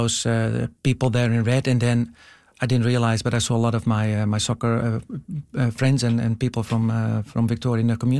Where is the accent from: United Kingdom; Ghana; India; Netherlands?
Netherlands; moved away as an adult; growing up in the Netherlands